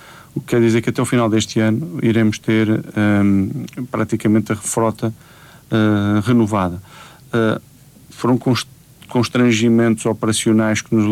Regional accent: Portugal; dos nossos, que nós, como portugueses, pagamos.

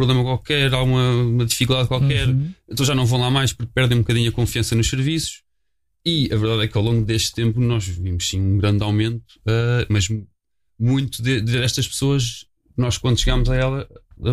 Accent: Sintra, Lisbon, Portugal; born or raised there

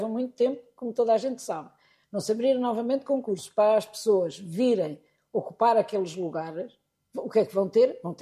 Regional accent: Coimbra, Centro, Portugal; continuo a ir a Coimbra muitas vezes, portanto, sou de Coimbra, também é natural

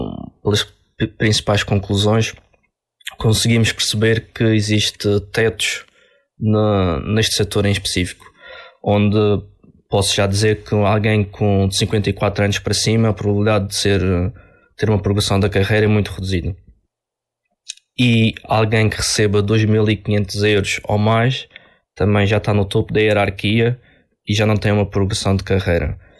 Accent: Madeira, Portugal; moved away as an adult; now in Algarve, Portugal; eu vim para o Algarve, para a Universidade em 2019, sou da Madeira, vim para aqui especificamente estudar

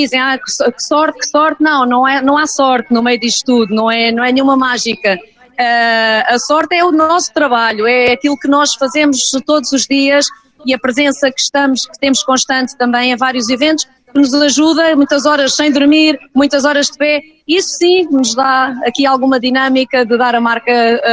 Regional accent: Portalegre, Portugal; born there; estamos na nossa terra, portanto, nossa terra é minha, por acaso nasci aqui em Porto Alegre.

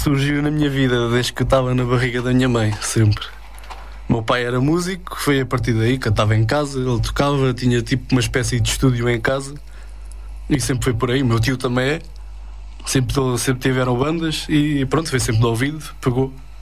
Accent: Mafra, Lisbon, Portugal; Foi sempre tranquilo, sempre cresci em Mafra. Tenho 27 anos, há 27 anos que sou de Mafra. Sempre foi muito tranquilo, uma zona tranquila, não se passa mesmo nada.

